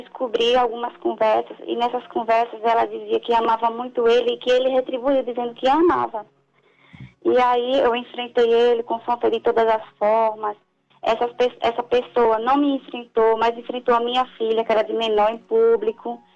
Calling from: Sergipe, Brazil; Eu falo de Sergipe.

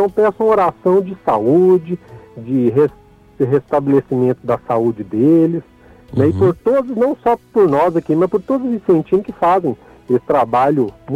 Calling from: Divinópolis, Minas Gerais, Brazil; Eu sou de Divinópolis, Minas Gerais.

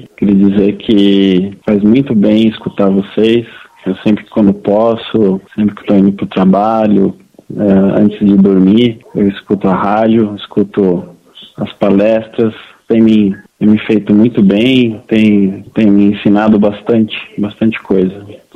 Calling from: Indaiatuba, São Paulo, Brazil; eu sou aqui da cidade de Indaiatuba.

